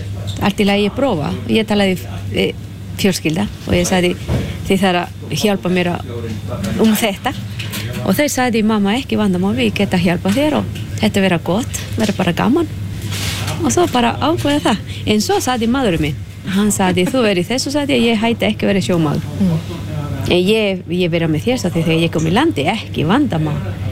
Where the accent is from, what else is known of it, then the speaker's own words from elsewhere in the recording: Honduras; Icelandic is a second language; now in Grenivík, Iceland; og ég kem frá Honduras.